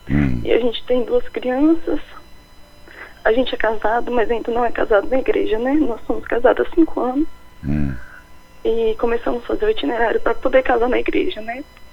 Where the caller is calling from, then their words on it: Ji-Paraná, Rondônia, Brazil; Eu falo de Ji-Paraná.